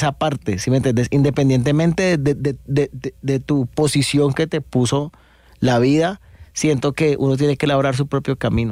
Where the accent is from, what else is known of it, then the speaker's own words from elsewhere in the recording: Cali, Valle del Cauca, Colombia; Yo salí del San Luis Gonzaga, del barrio Granada, en al noroeste de Cali.